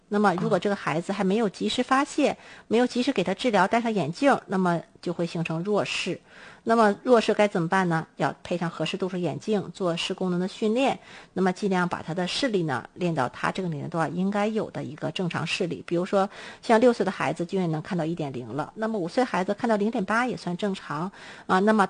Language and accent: Chinese; China; 我们中国人